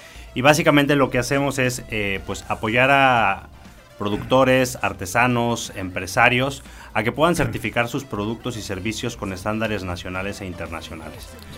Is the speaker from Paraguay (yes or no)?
no; Chiapas, Mexico